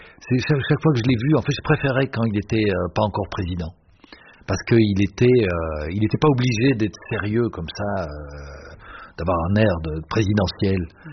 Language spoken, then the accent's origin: French; France; Non, on est français, monsieur. On est, voilà, du matin au soir.